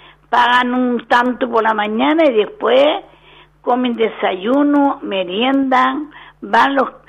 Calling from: Utiaca, Canary Islands, Spain; Soy de Utiaca, de La Solana. Yo me casé en la iglesia Utiaca.

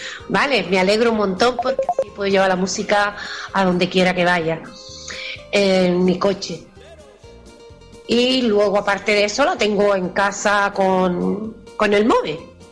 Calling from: Santa Lucía de Tirajana, Canary Islands, Spain; de Santa Lucía.

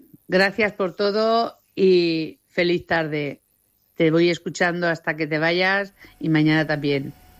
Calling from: Sabadell, Catalonia, Spain; de Sabadell.

